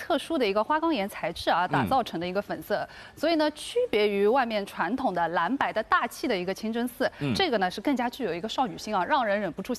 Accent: Sabah, Malaysia; 那我们沙巴这边的萤火虫有个特色，它是集中式的发光发亮

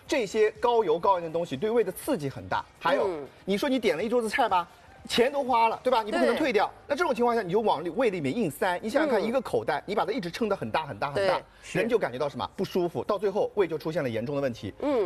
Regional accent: China

